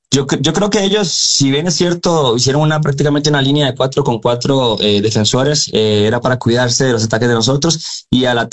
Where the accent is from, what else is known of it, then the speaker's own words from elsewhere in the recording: Costa Rica; nosotros somos un país que no tiene ejército y nosotros de cierta manera somos el ejército de Costa Rica dentro de la cancha